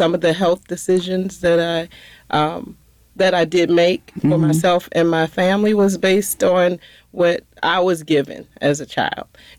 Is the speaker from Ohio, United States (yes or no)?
no; Raleigh, North Carolina, United States; I was born in Raleigh, but my mom and dad grew up in a small town called Zebulon, North Carolina.